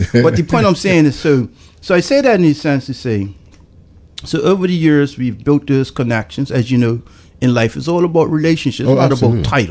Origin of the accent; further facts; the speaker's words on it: Bermuda; we as Black Bermudians have been indoctrinated like to say, no, we're just Bermudians.